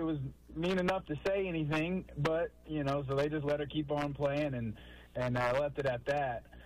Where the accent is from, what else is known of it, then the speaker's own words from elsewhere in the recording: Texas, United States; But it was while I was there, and I'm from Texas, and I was just watching a friend play, and a son of a friend play